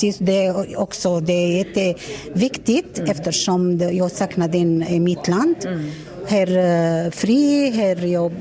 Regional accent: Syria; Swedish is a second language; moved away as an adult; now in Sofiedal, Sweden; jag kommer från Syrien för 10 år sedan, och när kriget börjat i mitt land.

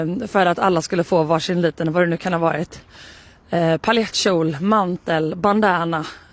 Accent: Karlskrona, Blekinge, Sweden; Jag ska också säga att jag är uppväxt i en mindre stad, jag kommer ju från Karlskrona.

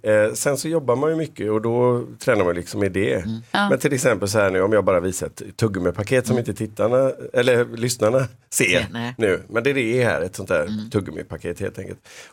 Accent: Gothenburg, Västra Götaland County, Sweden; moved away as an adult; Ja, det var på Hisingen. Ja. Och jag bodde ju däremot i Lundby församling väldigt länge. Ända tills jag flyttade då, såklart, som vuxen. Men det står ju i mitt pass fortfarande Biskopsgården som födelseort.

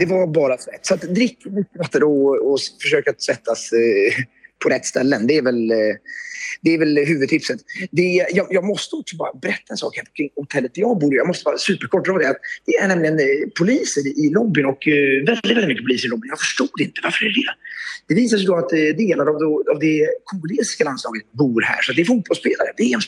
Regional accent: Sweden; Mexikanerna var helt tokiga i oss svenskar.

